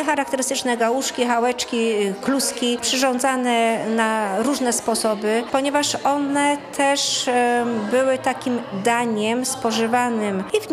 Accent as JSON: {"language": "Polish", "region": "Silesian Voivodeship", "country": "Poland", "said": "Ja jestem Ślązaczką z urodzenia i ta kuchnia śląska jest obecna w moim życiu cały czas."}